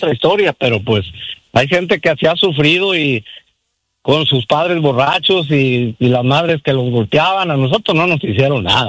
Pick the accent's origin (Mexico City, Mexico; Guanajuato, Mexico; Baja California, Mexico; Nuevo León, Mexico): Nuevo León, Mexico; Monterrey; also born or lived in Durango; No soy de Monterrey, soy de Durango, pero nos criamos en Monterrey en los 60s. Yo ya tengo 70 años.